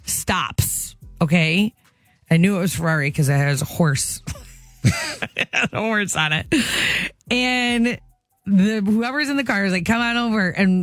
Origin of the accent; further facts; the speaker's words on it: Detroit, Michigan, United States; we grew up in Detroit, went to a Tigers game